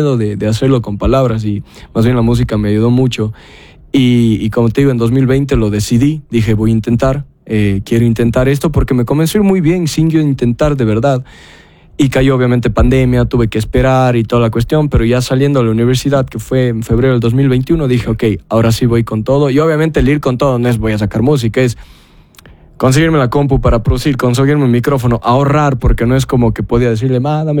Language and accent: Spanish; Cuenca, Azuay, Ecuador; accent: cantadito cuencano; now in Miami, United States; te puedo hablar desde la perspectiva de los cuencanos, porque yo soy cuencano.